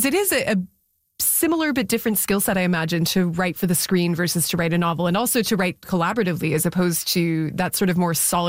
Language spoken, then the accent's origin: English; Canada; as a Canadian reader